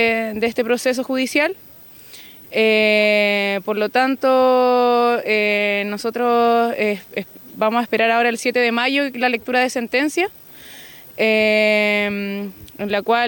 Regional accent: Araucanía, Chile; soy del territorio de Yeuyeu, Afkadi de Ernesto Yaitul.

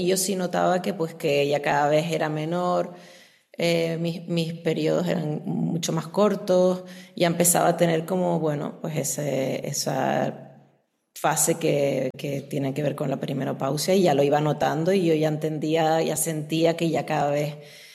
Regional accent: Canary Islands, Spain; yo soy de las Islas Canarias, y entonces mis ancestras, pues los ancestros de las Islas Canarias, en Tenerife en concreto, momificaban

